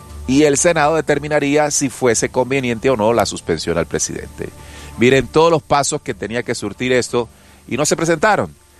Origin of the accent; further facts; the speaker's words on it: Colombia; nosotros acá, como colombianos de pie